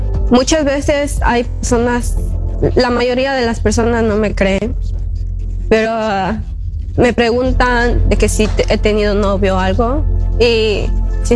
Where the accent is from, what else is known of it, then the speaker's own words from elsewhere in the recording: Guatemala; now in Canoga Park, Los Angeles, United States; Soy de Guatemala, pero vengo de Canoga. Estoy viviendo en Canoga.